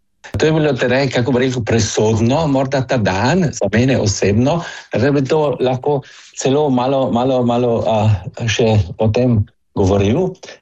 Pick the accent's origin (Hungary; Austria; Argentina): Austria; Carinthia; born there; Jaz sem rojen na Koroškem, sem koroški Slovenc.